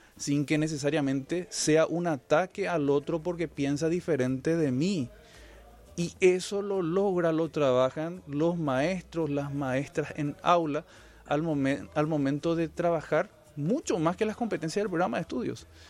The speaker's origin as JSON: {"language": "Spanish", "country": "Paraguay", "said": "siguen siendo tan paraguayos como nosotros, ¿verdad?"}